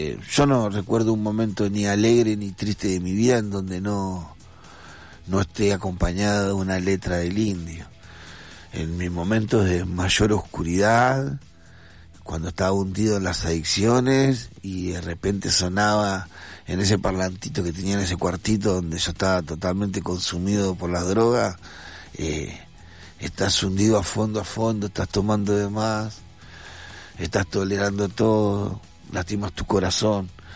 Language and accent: Spanish; Argentina